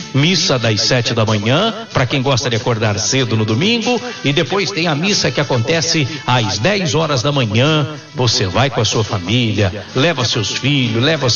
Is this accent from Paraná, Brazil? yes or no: no; Minas Gerais, Brazil; born there; now in Campinas, Brazil; eu também nasci em Minas, vim pra cá.